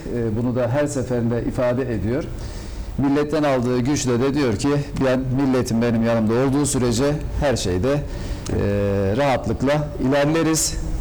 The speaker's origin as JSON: {"language": "Turkish", "town": "Mezitli", "region": "Mersin", "country": "Turkey", "tie": "born or raised there", "said": "ben öncelikle Mezitli'yim. Mezitli ilçesinde doğdum. Tece'de doğdum. Bir kasabaydı o zaman tabii ki Tece. Bu kasabada çocukluğum geçti. Hayatımızı buradan kazandık. Çiftçilikle, ailem yine ticaretle uğraştı."}